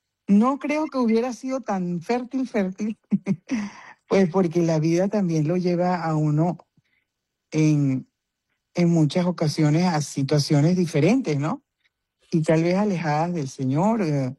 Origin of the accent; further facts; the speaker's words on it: Bogotá, Colombia; born there; Pues nací en Colombia, en Bogotá. Tuve la oportunidad de vivir poco tiempo en Bogotá